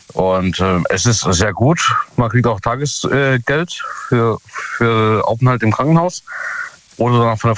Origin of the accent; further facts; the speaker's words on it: Ottersweier, Baden-Württemberg, Germany; Aus Ottersweier.